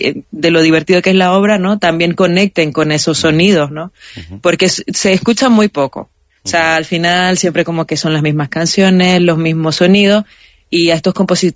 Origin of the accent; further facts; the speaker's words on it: Nicaragua; now in Spain; O sea, ya yo no solamente soy nicaragüense, sino que ya el hablar euskera, vivir dentro de la cultura euskalduna, etcétera, etcétera.